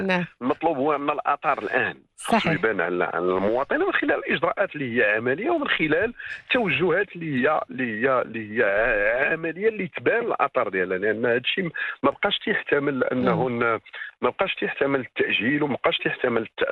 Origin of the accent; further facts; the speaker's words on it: Morocco; الإشكال الكبير اللي عندنا في المغرب